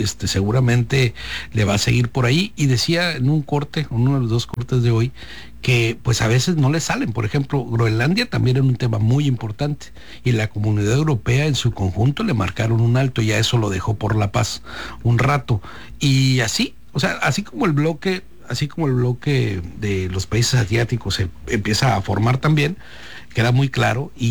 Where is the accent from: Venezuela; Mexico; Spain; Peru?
Mexico; Pero creo que si algo nos une a los mexicanos es que no necesariamente somos pro gringos.